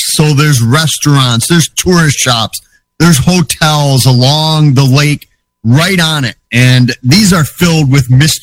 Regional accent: Wisconsin, United States; I'm growing up in Wisconsin. I've always been surrounded by Lake Superior

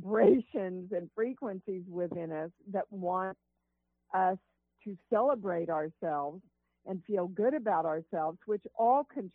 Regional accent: Kansas, United States; I come from Kansas.

